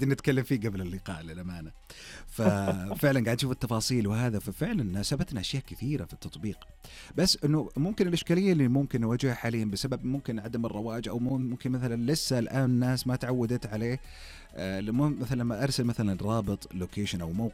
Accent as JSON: {"language": "Arabic", "country": "Saudi Arabia", "said": "عندنا في السعودية"}